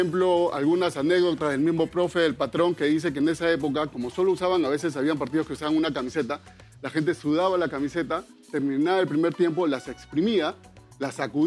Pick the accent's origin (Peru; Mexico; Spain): Peru; Rímac, Lima; Yo soy del RIMAC